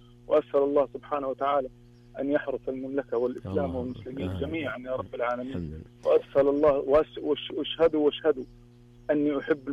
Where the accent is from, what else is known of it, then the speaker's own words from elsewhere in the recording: Egypt; أنا مصري.